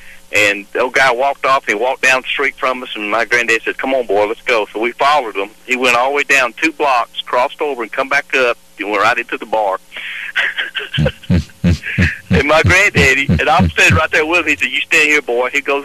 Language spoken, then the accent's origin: English; Bellwood, United States; And that was a place called, I was born and raised in Bellwood. I don't know if you've heard of Bellwood.